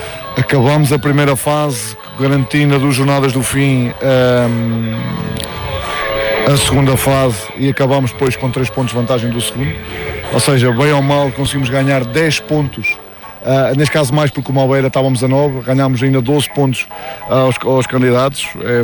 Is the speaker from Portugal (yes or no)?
yes; Coimbra, Portugal; Fico muito contente, porque eu sou de Coimbra, ver esta gente também de perto